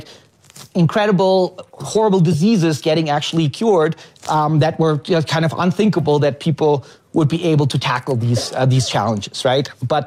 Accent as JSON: {"language": "English", "country": "Germany", "moved": "as an adult", "lives_now": "United States", "said": "I'm from Germany"}